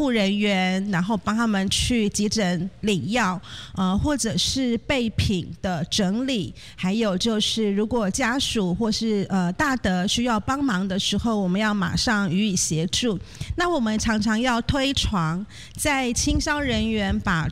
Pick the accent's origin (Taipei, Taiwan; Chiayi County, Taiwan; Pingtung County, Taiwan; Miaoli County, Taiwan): Taipei, Taiwan; Da'an District; 我是来自于大安区